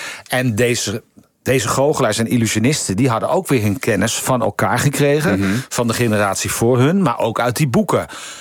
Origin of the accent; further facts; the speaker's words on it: Purmerend, North Holland, Netherlands; born there; Ik ben geboren in Purmerend.